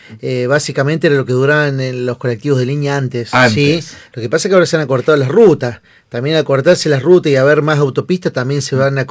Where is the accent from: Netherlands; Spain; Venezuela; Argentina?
Argentina; Capilla del Monte, Córdoba; Soy de Capilla del Monte.